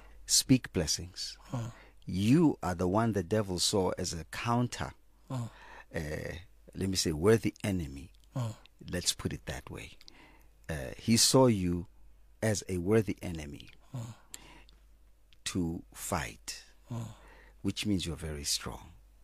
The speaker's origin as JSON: {"language": "English", "town": "Pretoria", "region": "Gauteng", "country": "South Africa", "tie": "born or raised there", "also_born_or_lived": "United States", "moved": "yes", "said": "And then I was born in Pretoria."}